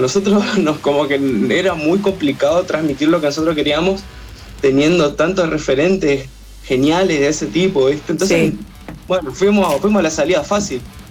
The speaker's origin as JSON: {"language": "Spanish", "town": "Resistencia", "region": "Chaco", "country": "Argentina", "said": "Nosotros somos de Resistencia Chaco. Somos toda una banda de capital nomás."}